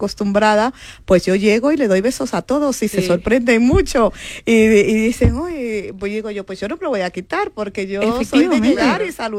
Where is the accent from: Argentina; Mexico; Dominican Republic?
Dominican Republic; also born or lived in Venezuela; Porque yo, aunque soy dominicana, he vivido varios años en Venezuela y tengo ahí también recuerdos infantiles.